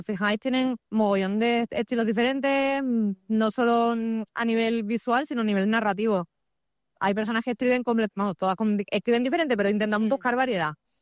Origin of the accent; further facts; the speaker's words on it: Seville, Andalusia, Spain; yo soy sevillana, pero mis abuelos, como son salmantinos